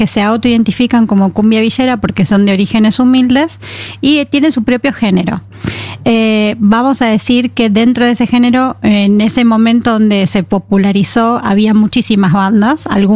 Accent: Buenos Aires, Argentina; ese shh es porque vengo de Buenos Aires.

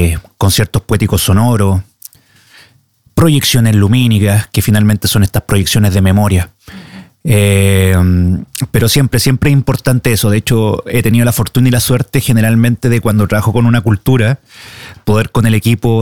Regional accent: Chile; y en este caso puntual como chileno, conozco bien mi constitución.

